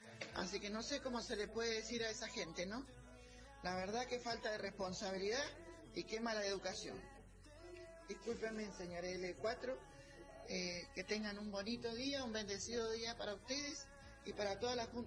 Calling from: San Rafael, Mendoza, Argentina; Bueno, yo, por ejemplo, vivo en Las Paredes.

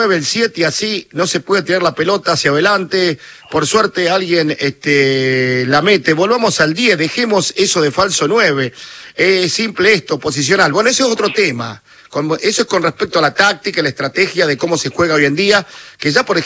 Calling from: Paraná, Entre Ríos, Argentina; Buenas tardes … de Paraná.

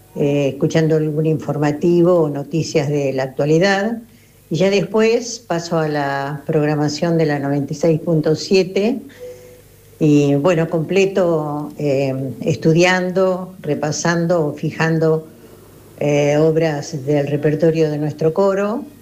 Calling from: Buenos Aires, Argentina; de Palermo.

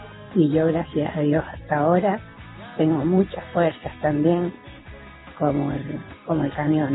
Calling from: Cañada Seca, Buenos Aires Province, Argentina; Y soy de Cañada Seca

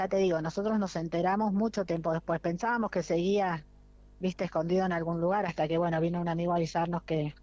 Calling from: Argentina; soy una argentina que lleva el apellido de un héroe de Malvinas

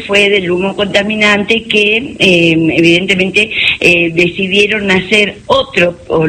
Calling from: Rancul, La Pampa, Argentina; Yo vivo en Rancul

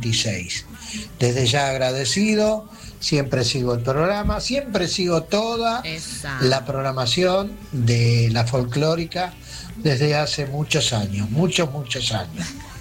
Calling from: Buenos Aires, Argentina; de Congreso.

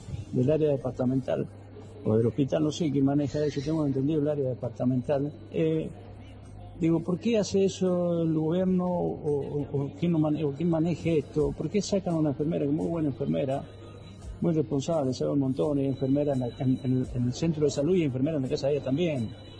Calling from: Mendoza, Argentina; yo soy de Bonge

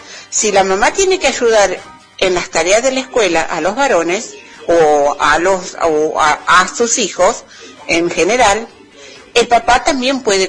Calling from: Monte Comán, Mendoza, Argentina; hablo desde Montecomán.

